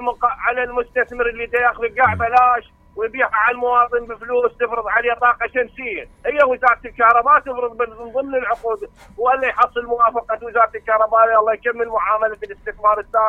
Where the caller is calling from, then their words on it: Iraq; انا عراقي